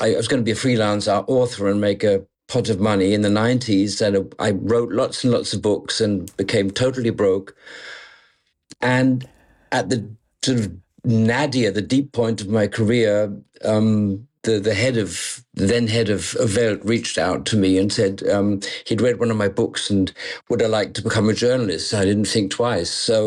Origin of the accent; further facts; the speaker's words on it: Malaysia; also born or lived in London; now in Berlin, Germany; I was born in London and grew up in the what was then the Federation of Malaya, became Malaysia later. Still, sort of both of them second homes. But my, you know, career-wise, have always been based in Germany.